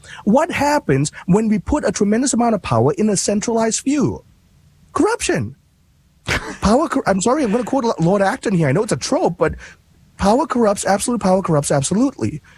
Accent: Malaysia; now in United States

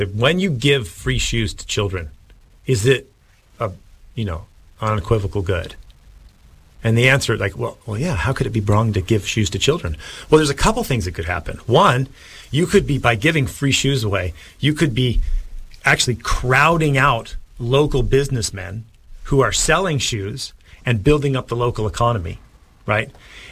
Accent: United States; I'm an American. I love America.

